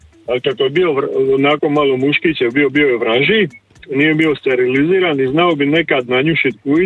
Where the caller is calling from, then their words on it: Zadar, Zadar County, Croatia; mi smo živjeli u centru grada jedno 23-4 godine